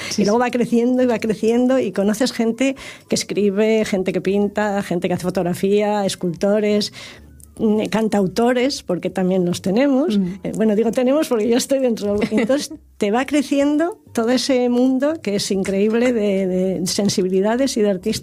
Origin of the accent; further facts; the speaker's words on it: Salamanca, Castile and León, Spain; now in Asturias, Spain; Que yo no soy asturiana, soy de Salamanca, pero llevo aquí muchos años.